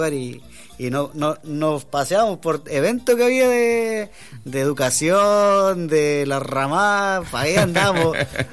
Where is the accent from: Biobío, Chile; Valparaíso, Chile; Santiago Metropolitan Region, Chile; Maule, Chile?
Biobío, Chile; Hualpén; Y yo que soy de Hualpén, ahora.